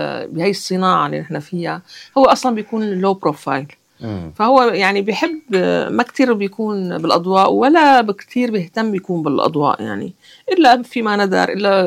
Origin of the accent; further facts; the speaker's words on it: Damascus, Damascus Governorate, Syria; أشرح لهم تاريخ عيلتي كيف كانوا بفلسطين ورجعوا وإجوا على الشام وأنا ولدت بالشام،